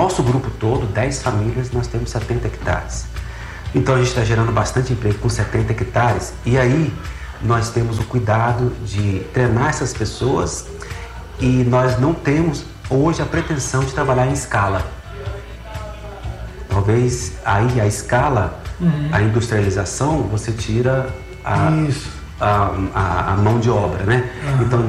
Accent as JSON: {"language": "Portuguese", "town": "Catalão", "region": "Goiás", "country": "Brazil", "tie": "born there", "moved": "as an adult", "lives_now": "Brasília, Brazil", "said": "Eu nasci em Catalão, Goiás."}